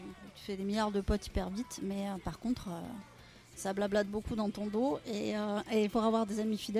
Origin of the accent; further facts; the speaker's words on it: south of France, France; Moi, je viens du sud de la France